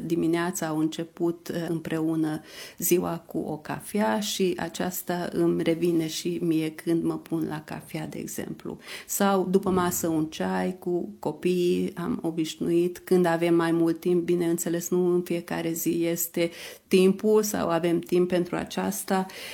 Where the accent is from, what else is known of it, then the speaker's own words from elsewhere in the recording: Méhkerék, Békés, Hungary; now in Gyula, Hungary; eu mă trag din Michereche